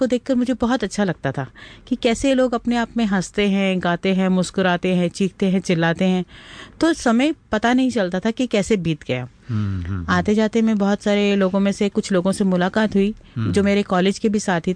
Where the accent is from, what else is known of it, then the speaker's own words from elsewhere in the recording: Delhi, India; now in Mumbai, India; जी, मैं मूलतः दिल्ली से हूँ। मेरी स्कूली शिक्षा कॉलेज दिल्ली से हुआ है और रंगमंच से जुड़ाव भी मैंने दिल्ली से ही शुरू किया था।